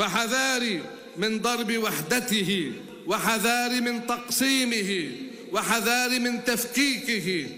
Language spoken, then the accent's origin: Arabic; Lebanon; نحن لبنانيون